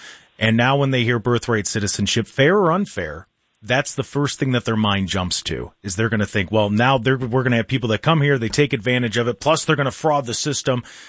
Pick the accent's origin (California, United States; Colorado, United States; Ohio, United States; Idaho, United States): Ohio, United States; Lodi; growing up in Lodi